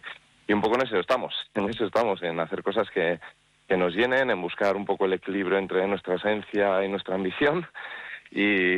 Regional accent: Vitoria-Gasteiz, Basque Country, Spain; born there; also born or lived in Yécora; Yo soy nacido aquí en Gasteiz y, pues igual, en invierno estoy más en Gasteiz, en verano más en Yécora.

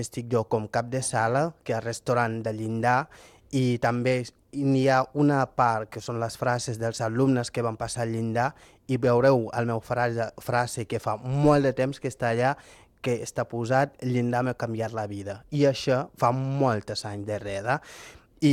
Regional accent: Senegal; now in Spain; quan jo sóc de Senegal, no? Vaig arribar aquí fins a aquí, bueno, sense residència, sense res.

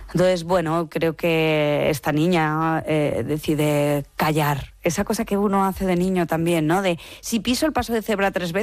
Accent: Spain; Esto viene también como de mi pueblo. Mi pueblo estaba entre medio de Zaragoza y Madrid y entonces había mucho tráfico los domingos de la gente que iba a ver, bueno, pues que volvía de Madrid o que iba hacia Madrid

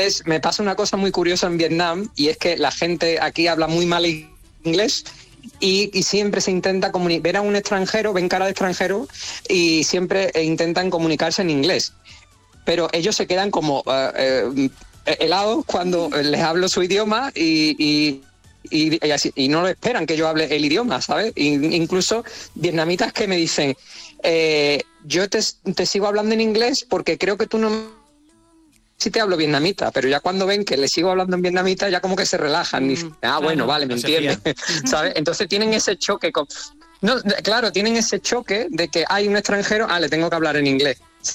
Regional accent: Seville, Andalusia, Spain; yo soy sevillano, yo soy de Sevilla y nosotros pues, tenemos mucho salero, guasa

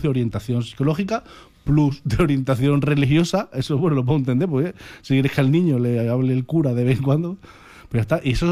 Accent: Spain

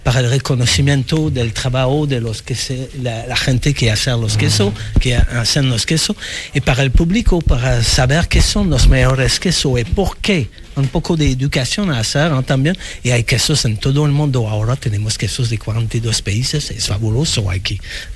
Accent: Canada; Spanish is a second language; now in Spain; Soy de Canadá, vivo en España después de 10 años.

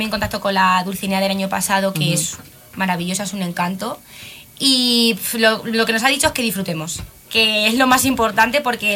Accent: Ciudad Real, Castilla-La Mancha, Spain; yo como mujer manchega que soy, nacida en Ciudad Real, además, como digo, manchega por los cuatro costados

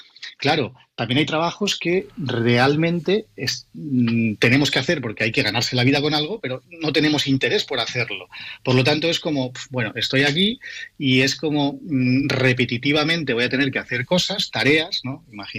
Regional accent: Algemesí, Valencian Community, Spain; estuve mucho tiempo poniendo gasolina en Algemesí, que es de donde yo soy.

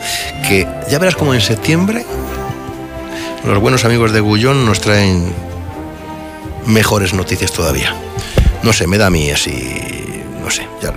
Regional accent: Castile, Spain; porque somos castellanos.

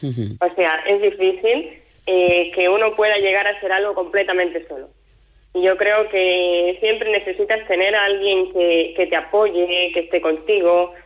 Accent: Cuba; now in Spain; Sí, yo salí de Cuba sola. O sea, llegué aquí prácticamente por la agrupación familiar, ¿vale? Mi esposo es español.

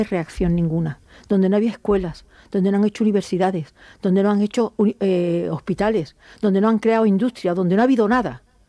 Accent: Andalusia, Spain; Andaluces, de mi tierra.

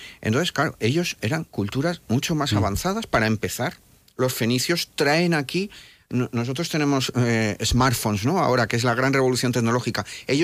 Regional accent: La Rioja, Spain; Yo que vengo de La Rioja, imaginad la importancia que damos al vino

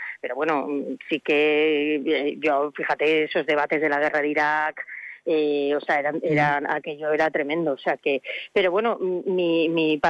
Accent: Navarre, Spain; Soy de la Ribera, ¿vale?

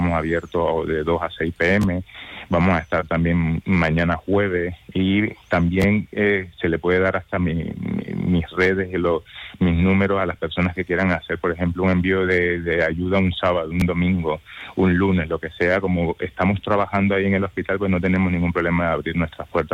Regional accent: Venezuela; moved away as an adult; now in Huelva, Spain; yo soy venezolano como una arepa, pero también español como un gazpacho

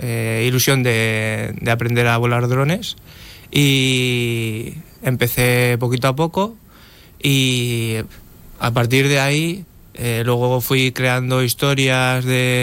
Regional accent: Talavera de la Reina, Castilla-La Mancha, Spain; now in Cuenca, Spain; Yo soy de Talavera de la Reina, pero llevo 20 años aquí en Cuenca ya.

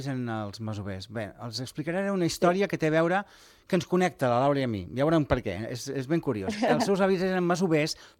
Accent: Gironella, Catalonia, Spain; jo sóc de Gironella

